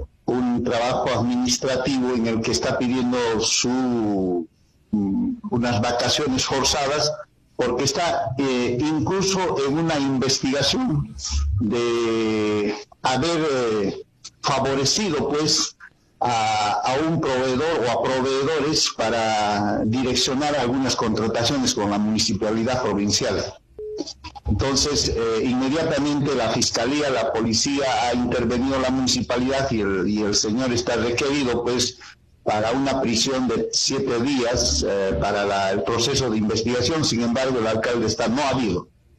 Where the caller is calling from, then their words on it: Cusco, Peru; Buenos días, señor Hernández, de la Convención ….